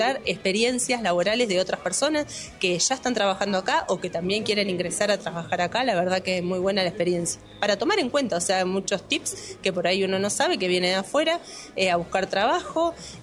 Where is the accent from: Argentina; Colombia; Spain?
Argentina; Coronel Suárez, Buenos Aires Province; Yo soy de Coronel Suárez, provincia de Buenos Aires